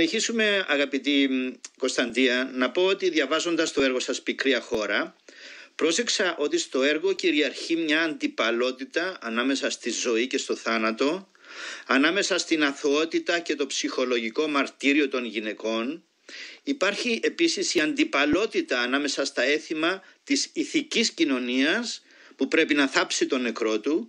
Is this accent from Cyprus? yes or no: yes; Cyprus; σαν Κύπριος πρόσφυγας που έχασε το σπίτι του